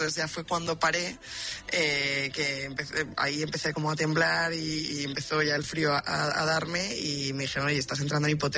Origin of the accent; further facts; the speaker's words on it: Spain; y sobre todo, pues si somos españoles, todavía con más orgullo.